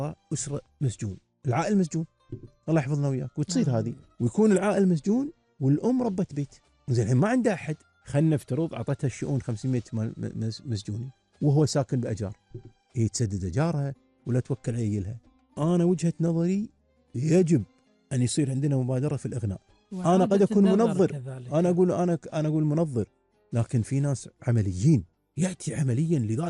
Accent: Kuwait; احنا بلد حبيب، بلدنا الكويت الغالي

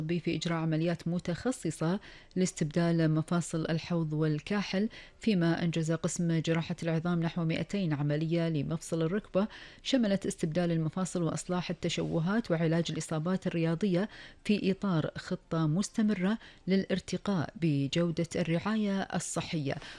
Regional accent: Kuwait

